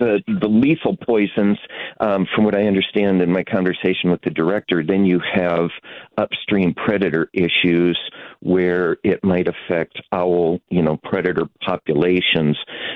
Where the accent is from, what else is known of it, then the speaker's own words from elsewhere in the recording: North Dakota, United States; moved away; I grew up in North Dakota